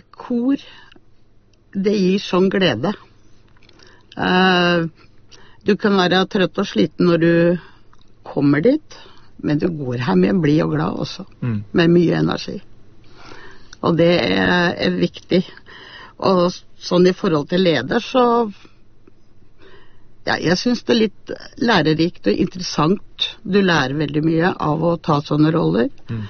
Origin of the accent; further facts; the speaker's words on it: Sigdal, Buskerud, Norway; Ja, jeg er opprinnelig fra Sigdal.